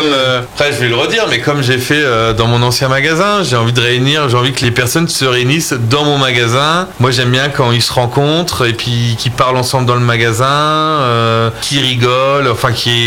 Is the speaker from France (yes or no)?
yes; Reims, Grand Est, France; on parle et on se dit, moi je viens de Reims, et puis l'autre personne me dit, moi je viens de Reims aussi.